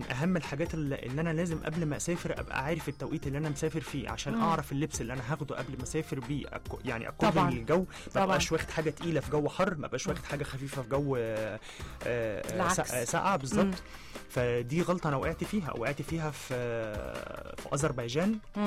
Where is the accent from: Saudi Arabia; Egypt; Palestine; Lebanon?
Egypt; إحنا كمصريين أو كعايشين في الشرق، يعني الأوسط بمعنى صح، الحياة هناك بالنسبة لنا صعبة.